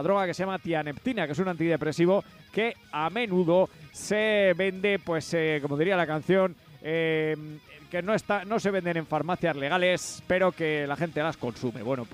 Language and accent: Spanish; Lerín, Navarre, Spain; Sigues conmigo … soy, si soy de Lerín